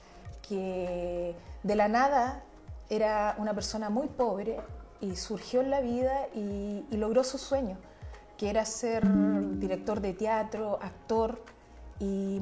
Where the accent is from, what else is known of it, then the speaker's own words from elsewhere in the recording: Chile; todo lo que tiene que ver con nuestra idiosincrasia como país, como chilenos.